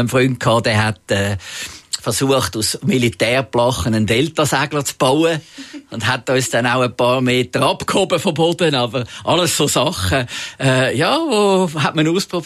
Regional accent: Zurich, Switzerland; Aber natürlich bin ich aufgewachsen in Zürich und der Zoo war näher gewesen

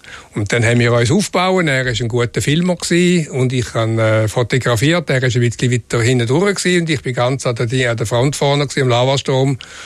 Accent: Switzerland; Aber natürlich an sich als Schweizer ist es nicht gerade naheliegend

